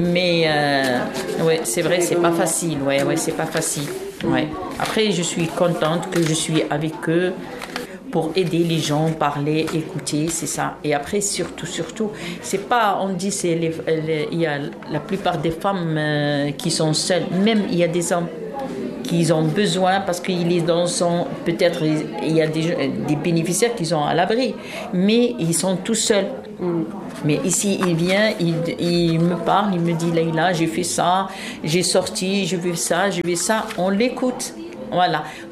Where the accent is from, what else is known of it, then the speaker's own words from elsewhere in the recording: Algeria; French is a second language; Oui, oui, oui. Moi, je suis algérienne.